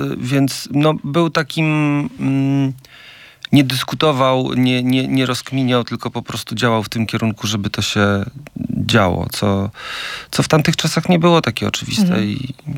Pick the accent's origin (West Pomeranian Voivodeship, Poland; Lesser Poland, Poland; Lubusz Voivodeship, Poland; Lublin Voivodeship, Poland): Lublin Voivodeship, Poland; Lublin; ja pochodzę z Lublina, nie było najłatwiej.